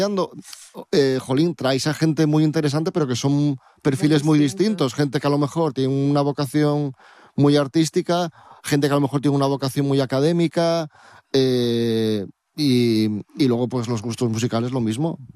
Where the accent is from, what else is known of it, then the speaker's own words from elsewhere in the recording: Asturias, Spain; me recuerda mucho a mi familia, a mis raíces y siendo asturiano y siendo de aquí, pues la lengua es parte de mi identidad, ¿no? Cuando escucho, o sea, cuando escucho a alguien hablar en asturiano, yo me siento en casa.